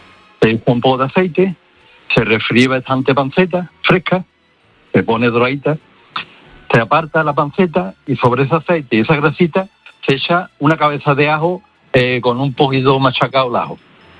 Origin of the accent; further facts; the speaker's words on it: Morón de la Frontera, Andalusia, Spain; El plato, bueno, yo soy paisano de Naranjo, soy de Morón de la Frontera.